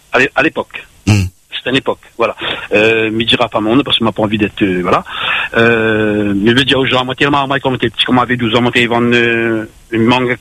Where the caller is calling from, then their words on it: Saint-Pierre, Réunion; moi, je viens un peu de Saint-Pierre à l'époque, hein.